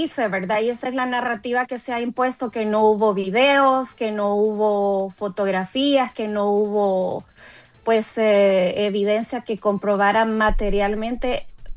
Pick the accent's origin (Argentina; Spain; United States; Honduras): Honduras